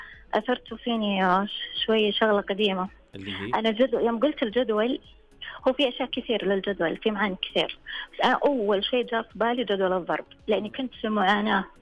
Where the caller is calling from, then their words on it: Taif, Makkah Province, Saudi Arabia; من الطائف.